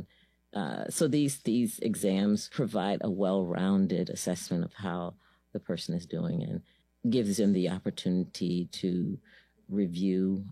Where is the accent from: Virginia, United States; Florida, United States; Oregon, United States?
Virginia, United States; You know, in past cases where I come from, and by the way, I'm from Virginia